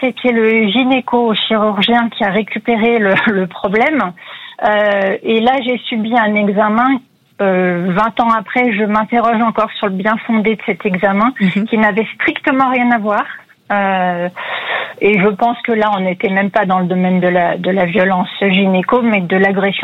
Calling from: Bourgogne-Franche-Comté, France; près de Mâcon.

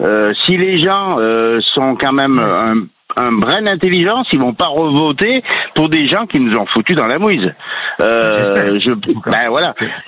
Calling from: Auvergne-Rhône-Alpes, France; Moi je suis de l'Ardèche, mais là je suis sur le Mans.

